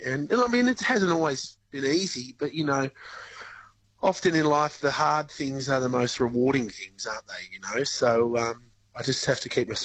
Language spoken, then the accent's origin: English; Australia; we've kind of let go of all that now and really just honed into to being Australian, being who we are.